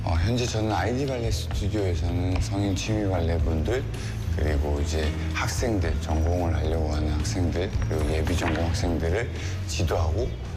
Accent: Busan, South Korea; 저는 부산이 제 고향이기도 하고 그리고 늘 저는 한국에 귀국을 한다면 제 고향인 부산에서

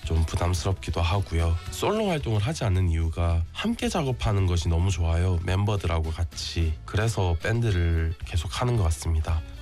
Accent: Busan, South Korea; born there; 제가 태어난 곳이 부산이고 제가 생활하는 곳이 부산이라서 있는 건데

